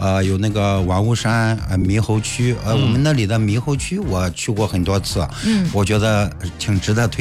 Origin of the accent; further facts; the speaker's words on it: Jiyuan, Henan, China; 我说我是济源的，他们就很容易把我当成是山东人。